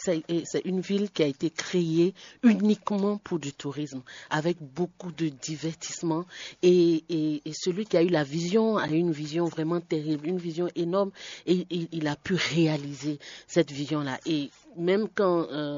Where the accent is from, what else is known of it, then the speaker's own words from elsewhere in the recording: Benin; en tant que Béninois, pour un séjour de moins d'un mois, nous n'avons pas besoin de visa